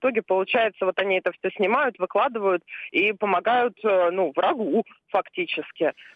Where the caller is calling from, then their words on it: Moscow, Russia; я из Москвы